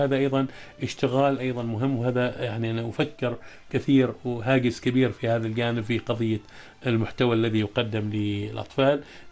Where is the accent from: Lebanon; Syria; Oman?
Oman; نحن عندنا في عمان